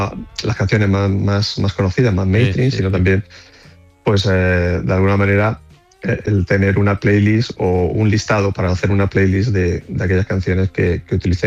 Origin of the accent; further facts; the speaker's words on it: Pulpí, Andalusia, Spain; now in Madrid, Spain; Sí, soy un pulpileño, un madrileño de Pulpí.